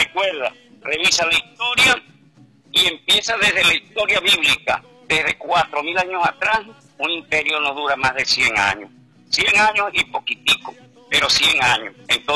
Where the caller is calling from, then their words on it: Venezuela